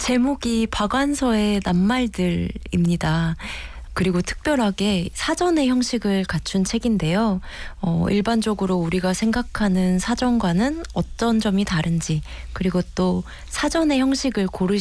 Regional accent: South Korea; 한국인으로서 이 DNA에서 느껴지는 어감이 주는 그 감상이 있죠.

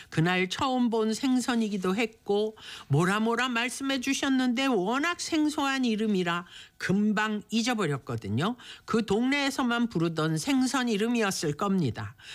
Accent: Seoul, South Korea; 당시 저는 나름 서울 깍쟁이, 서울 촌것이라 날것을 잘 못 먹었거든요.

